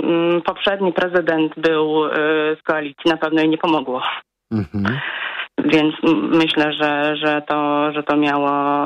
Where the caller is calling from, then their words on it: Warsaw, Masovian Voivodeship, Poland; bo ja jestem z Warszawy.